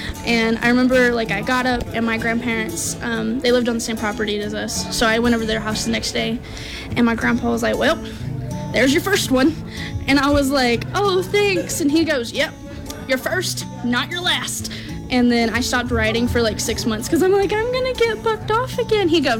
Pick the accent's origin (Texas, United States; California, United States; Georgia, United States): Texas, United States; Midland; Growing up in Midland, I definitely got to see the differences of the oil and gas industry and the Western horse cattle industry.